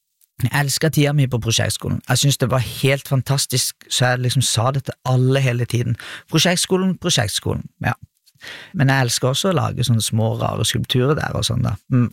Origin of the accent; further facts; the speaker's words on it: Kristiansand, Agder, Norway; also born or lived in Trondheim; Jeg vokste opp på Søm, i Kristiansand. Og når jeg sier Søm, så mener jeg hele Søm. Det er et lite sted over Varoboet. Jeg bodde overalt på Søm. 10 plasser faktisk.